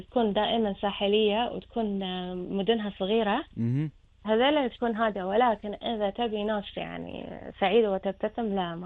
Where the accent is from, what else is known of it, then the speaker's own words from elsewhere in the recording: Kuwait; انا من الكويت.